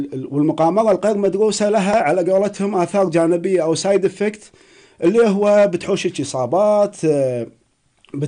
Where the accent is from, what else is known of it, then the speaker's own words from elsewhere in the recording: Kuwait; الذيبة اللي عندنا بالكويت، عندنا احنا بالجنوب